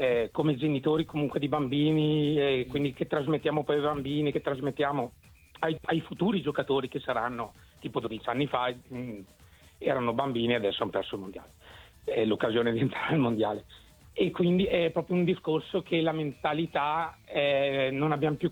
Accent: Bergamo, Lombardy, Italy; Io Inter, anche Inter, se sono di Bergamo.

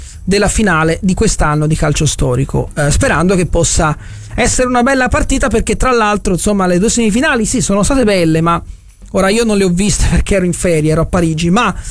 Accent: Florence, Tuscany, Italy; per noi fiorentini dico, di Firenze

